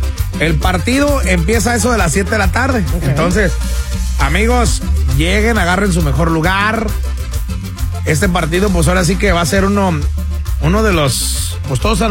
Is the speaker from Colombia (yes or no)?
no; Mexico; como bien mexicanos, como buen mexicano que somos.